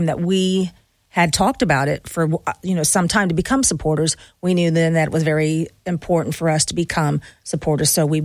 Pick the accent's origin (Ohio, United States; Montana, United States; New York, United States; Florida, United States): Ohio, United States; Beavercreek; I'm from Beaver Creek, Ohio.